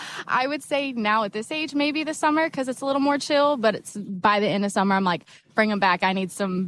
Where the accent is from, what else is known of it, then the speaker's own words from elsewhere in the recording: Bloomington, Indiana, United States; born there; I'm actually a townie. I was born in Bloomington. I've moved away a few times, but I'm back getting my master's right now. So I'm 28, so basically 28 years.